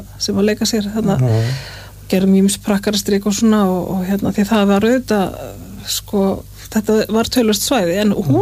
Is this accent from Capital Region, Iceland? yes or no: yes; Reykjavík, Capital Region, Iceland; Já, ég ólst upp í Vesturbænum